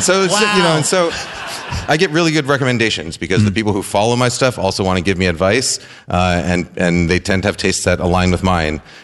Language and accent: English; New York, United States; I'm from New York, so I equate it to like a New York slice of pizza